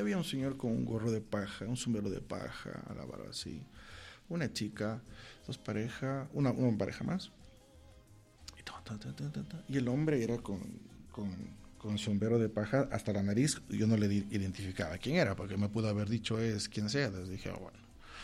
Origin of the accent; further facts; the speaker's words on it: Quito, Pichincha, Ecuador; Y yo también soy ecuatoriano. Me dice, tú ecuatoriano. Le digo así, ¿de qué parte? Le digo, yo soy de Quito.